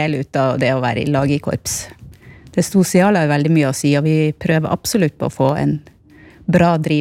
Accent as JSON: {"language": "Norwegian", "town": "Bodø", "region": "Nordland", "country": "Norway", "tie": "born or raised there", "also_born_or_lived": "Trøndelag", "moved": "yes", "lives_now": "Kjølstaden, Norway", "said": "Jeg er født og oppvokst i Bodø. Men jeg har bodd i Kjølstaden siden 1993."}